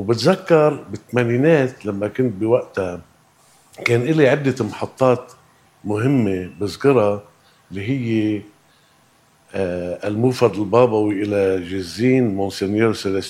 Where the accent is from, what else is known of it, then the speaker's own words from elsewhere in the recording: Lebanon; أنا شخص لبناني عشت حياة رايقة